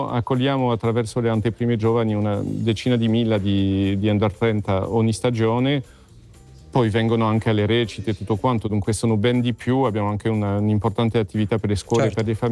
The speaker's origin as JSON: {"language": "Italian", "country": "France", "second_language": "Italian", "moved": "yes", "lives_now": "Italy", "said": "sono francese"}